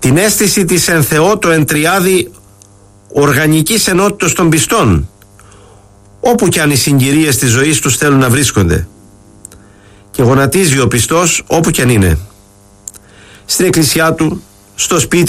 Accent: Crete, Greece; Στην πατρίδα μου την Κρήτη

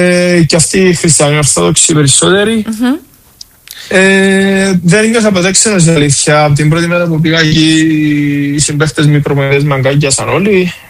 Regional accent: Cyprus; moved away as an adult; now in Armenia

